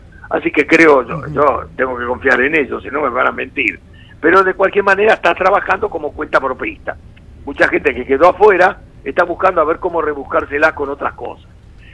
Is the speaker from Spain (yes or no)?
no; Argentina